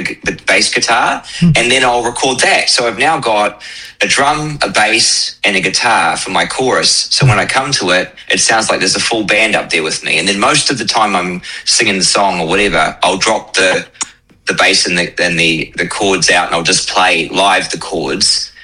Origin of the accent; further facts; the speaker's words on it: Auckland, New Zealand; Yep, born and raised in Auckland, spent a lot of time in the far north up in Russell, where my grandparents had a farm. But mostly on the North Shore in Auckland. Went to Northcote College